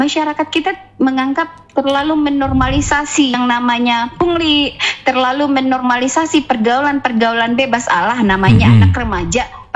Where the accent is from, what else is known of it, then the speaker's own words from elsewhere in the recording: Padang, West Sumatra, Indonesia; saya orang Padang, itu memang masyarakat Minang itu adalah masyarakat yang penuh dengan adat